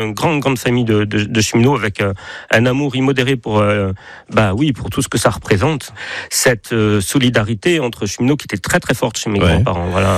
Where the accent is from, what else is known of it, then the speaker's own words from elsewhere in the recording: Occitanie, France; Oui, moi j'ai grandi à Maubeaulieu, juste à côté de Versailles, au milieu des champs avec les petites balades à vélo